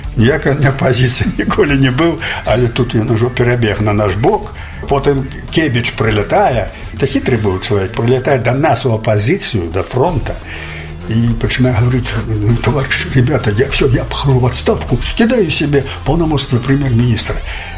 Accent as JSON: {"language": "Ukrainian", "country": "Belarus", "said": "Звертаючи до комуністів, що ми білоруси, ми такі самі."}